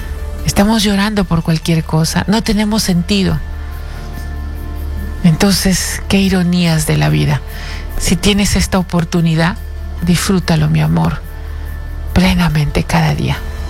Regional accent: Peru; A mí me duele porque soy peruana, porque soy persona, porque soy gente.

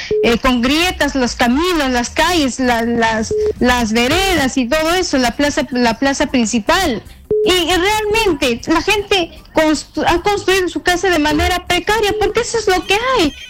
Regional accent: Pupuya, Junín, Peru; born or raised there

